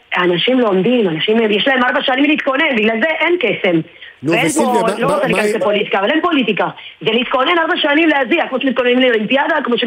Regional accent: Argentina; מותר לי להגיד כארגנטינאית, חבר'ה, צריך טיפה לעבוד יותר על הגנה

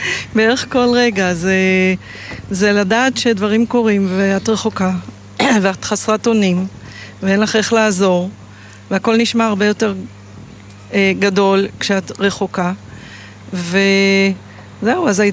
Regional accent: Jerusalem, Jerusalem District, Israel; moved away as an adult; also born or lived in Atlanta; now in Ra'anana, Israel; נולדתי פה, גדלתי פה, בירושלים.

